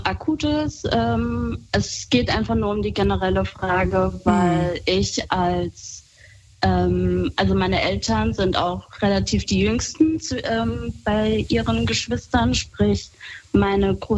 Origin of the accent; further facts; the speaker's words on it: Germany; born there; und ja, dann wurde ich geboren in Deutschland.